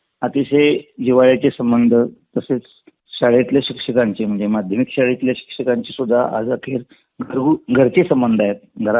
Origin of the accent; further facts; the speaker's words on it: Kolhapur, Maharashtra, India; also born or lived in Kadgaon; आम्ही मूळचे तसे उकेरी तालुका अर्जुन. माझा जन्म कडगाव तालुका गडहिंग्लज जिल्हा कोल्हापूर, पण माझं बालपण सगळं कोल्हापुरात गेलेलं आहे.